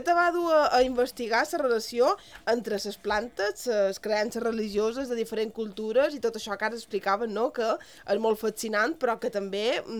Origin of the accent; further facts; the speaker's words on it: Mallorca, Balearic Islands, Spain; en el meu poble fan una fira dedicada a les herbes